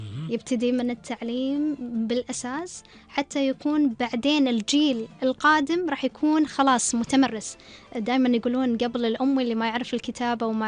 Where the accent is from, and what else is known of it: Kuwait